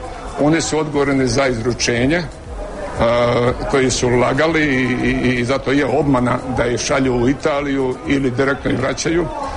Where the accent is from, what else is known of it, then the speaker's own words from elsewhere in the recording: Herzegovina, Bosnia & Herzegovina; kad sam došao u moj rodni kraj, u Hercegovinu, onda sam susreo stare ljude koji su pričali o svojim križnim putevima.